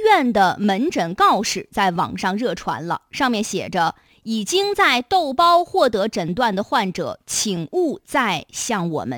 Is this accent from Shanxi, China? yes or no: yes; Shanxi, China; moved away; 在我的老家山西呢，有一家景区啊就推出了掰玉米粒的活动